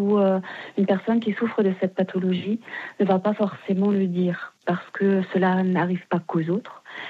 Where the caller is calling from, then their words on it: Grand Est, France; Je vous appelle d'Alsace.